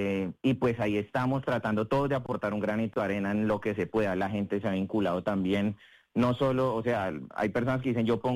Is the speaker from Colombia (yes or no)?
yes; Colombia; aquí estamos en Colombia unida, somos colombianos